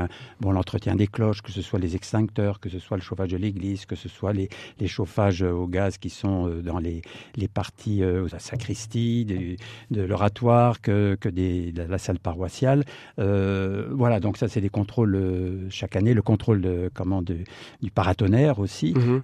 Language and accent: French; Nancy, Grand Est, France; moved away as an adult; Je ne suis pas du tout sartois, je suis d'origine de Nancy, de l'Est. Voilà, et il se trouve que mon parcours personnel et professionnel m'ont amené à arriver en Sarthe en 88.